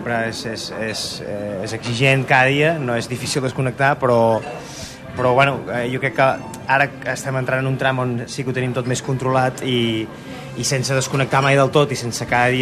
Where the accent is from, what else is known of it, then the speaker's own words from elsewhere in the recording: Banyoles, Catalonia, Spain; moved away as an adult; now in Barcelona, Spain; som amics de Banyoles des dels dos anys, anàvem a la guarderia junts